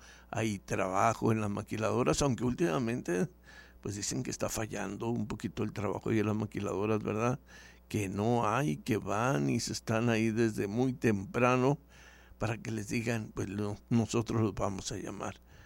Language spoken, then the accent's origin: Spanish; Nogales, Sonora, Mexico; nuestros Nogales